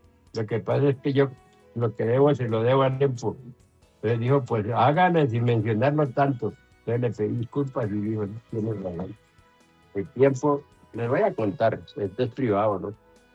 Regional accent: Casanare, Colombia; como dicen en el llano, mi tierra, Casanareña

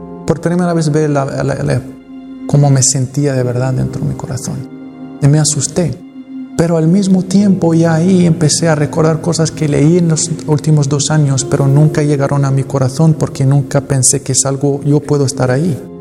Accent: Morocco

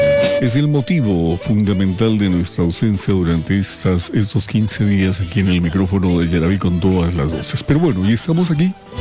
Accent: Peru

